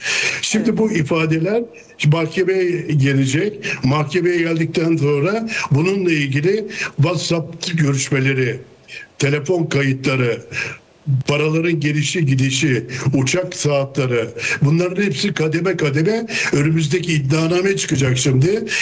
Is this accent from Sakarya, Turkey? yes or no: no; Manisa, Turkey; ben Manisalıyım ve Manisa'daki bütün gelişmeleri çok yakından takip ediyorum.